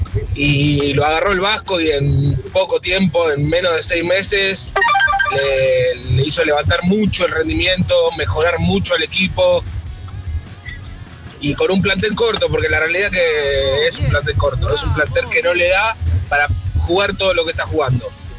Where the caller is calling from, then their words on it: Boulogne, Buenos Aires Province, Argentina; Hola, muchachos. … de Boulogne.